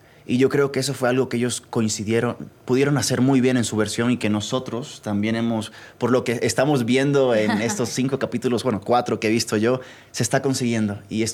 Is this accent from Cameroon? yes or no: no; Cuba; also born or lived in United States; now in Mexico; Pues yo llevo acá 5 años más o menos. Yo soy cubano.